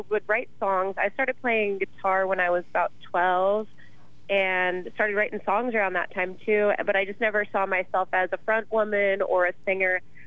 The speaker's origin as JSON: {"language": "English", "town": "Phoenix", "region": "Arizona", "country": "United States", "tie": "born or raised there", "also_born_or_lived": "Flagstaff", "said": "so I wasn't born in Phoenix, but I'm just about born and raised in Phoenix, where we're talking together today. And I lived up in Flagstaff for about 6 years"}